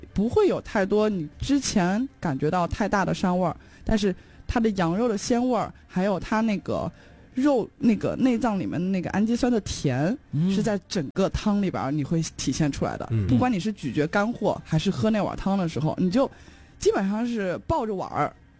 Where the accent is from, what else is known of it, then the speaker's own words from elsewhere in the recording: Wuhan, Hubei, China; 因为我是武汉人嘛，我喜欢偏辣一点的东西。